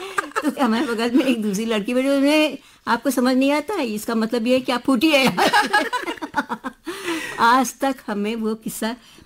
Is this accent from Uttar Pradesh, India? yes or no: yes; Lucknow, Uttar Pradesh, India; हमारा इसलिए बोल रहे हैं क्योंकि भाई हम लखनऊ में पैदा हुए और लखनऊ में ही है।